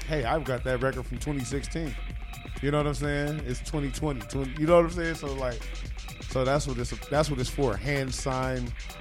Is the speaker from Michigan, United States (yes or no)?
yes; Detroit, Michigan, United States; Even though I'm from Detroit, Damon's.